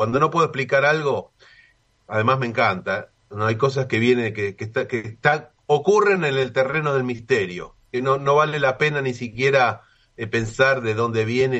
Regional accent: Ituzaingó, Buenos Aires Province, Argentina; Yo soy de acá, del oeste, toda mi vida, y acá vivo. O sea, no soy porteño

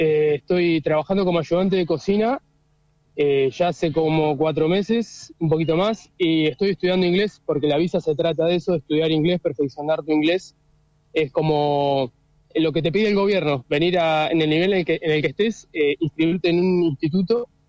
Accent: Trelew, Chubut, Argentina; moved away as an adult; now in Dublin, Ireland; soy de Trelew, soy de la ciudad de Trelew, oriundo de allá, del barrio Coepro, me crié ahí.

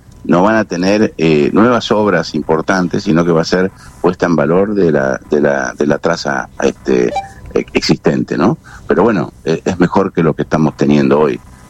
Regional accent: Bahía Blanca, Buenos Aires Province, Argentina; yo soy de Bahía Blanca, sí.

